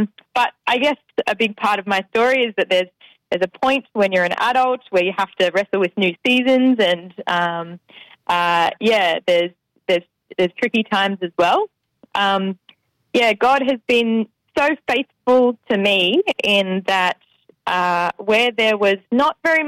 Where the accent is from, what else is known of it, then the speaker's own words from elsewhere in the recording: Kyneton, Victoria, Australia; moved away as an adult; also born or lived in Melbourne, Australia / Alice Springs, Australia; now in Darwin, Australia; I'm a Victorian. I grew up in Kyneton, just down the road. So, was Victoria, Melbourne-based for university. And, but straight out of uni, I moved to the Northern Territory for teaching.